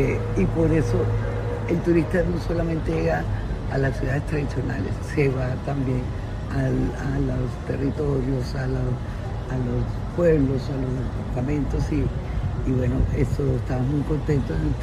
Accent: Caribbean Region, Colombia; porque también soy costeño

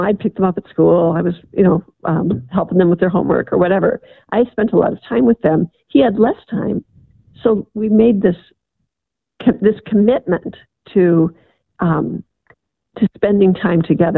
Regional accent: Midwest, United States; I mean, especially I grew up in the Midwest.

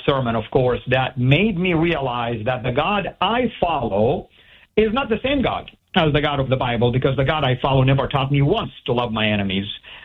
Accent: Saudi Arabia; Everybody there knew I'm still a Muslim. I'm from Saudi.

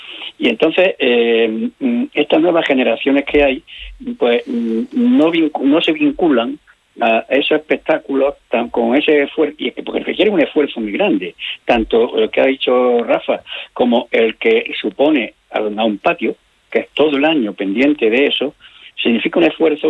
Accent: Córdoba, Andalusia, Spain; Yo me crié en un patio en San Basilio.

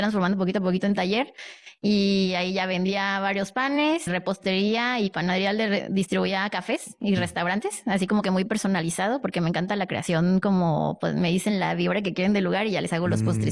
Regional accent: Mexico City, Mexico; now in Monterrey, Mexico; Pues mira, vengo de la Ciudad de México. Hace 3 meses que abrí un restaurante en la Mansión Guimbarda.

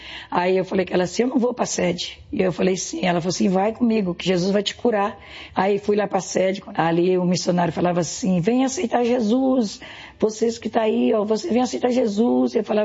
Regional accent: Minas Gerais, Brazil; moved away as an adult; now in São Paulo, Brazil; Em 88 eu vim de Minas, eu pesava 32 quilos, eu vim para cá para se tratar porque eu tinha um câncer intestinal.

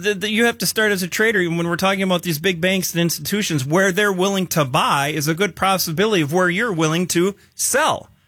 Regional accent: Wisconsin, United States; I'm from Wisconsin. We have a cottage like 2.5 hours away.

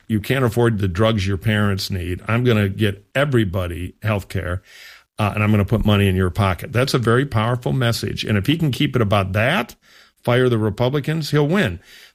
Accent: Detroit, Michigan, United States; I'm an old Michigan hack. I grew up in Detroit

